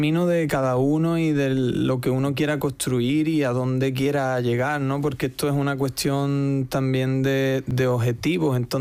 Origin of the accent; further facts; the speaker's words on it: Benalup, Andalusia, Spain; also born or lived in Barcelona; Al final, yo es verdad que nací en Barcelona, pero con 5 años tuve la suerte de que mis padres tomaron la decisión de bajar a Benalup. Y bueno, pues Benalup es el origen de todo dentro de mi persona.